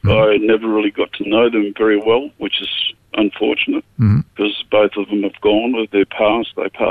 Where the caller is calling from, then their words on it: Narrogin, Western Australia, Australia; Little town called Narrogin, about 2 hours southeast of Perth in WA.